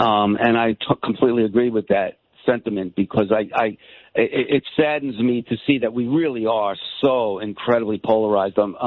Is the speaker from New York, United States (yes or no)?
yes; New York City, New York, United States; I'm a New Yorker. My grandparents were from Europe, and they came through Ellis Island.